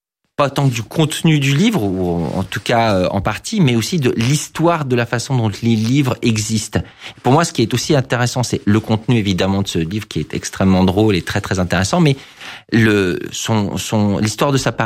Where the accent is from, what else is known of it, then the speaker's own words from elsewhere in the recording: Odesa, Odesa Oblast, Ukraine; moved away; je suis originaire d'Odessa, qui est une ville au bord de la mer Noire.